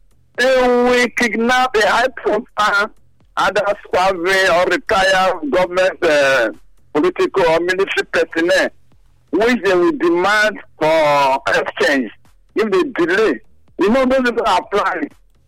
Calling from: Nigeria

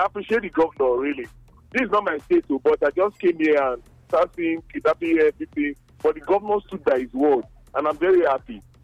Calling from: Benin City, Edo, Nigeria; I'm calling from Benin.

